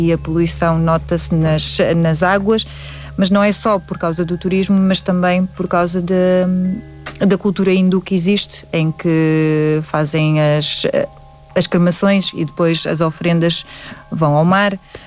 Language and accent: Portuguese; Bali, Indonesia; also born or lived in Jakarta; Eu cresci em Bali e Bali vai estar sempre no meu coração